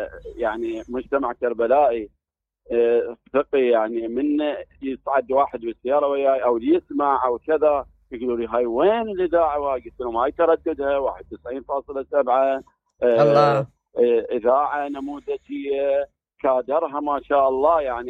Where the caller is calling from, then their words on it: Karbala, Karbala Governorate, Iraq; عندنا بكربلاء